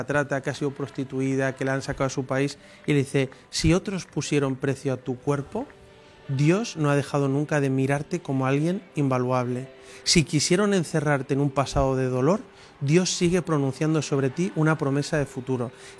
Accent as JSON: {"language": "Spanish", "country": "Spain", "said": "Bueno, como español ha sido impresionante"}